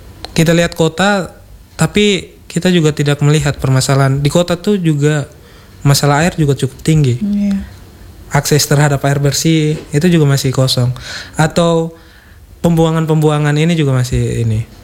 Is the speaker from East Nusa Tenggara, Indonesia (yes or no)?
yes; East Nusa Tenggara, Indonesia